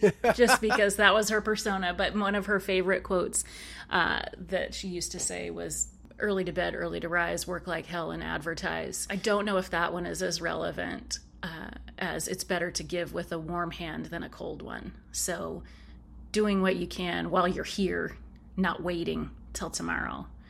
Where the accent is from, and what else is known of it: Oregon, United States; born or raised there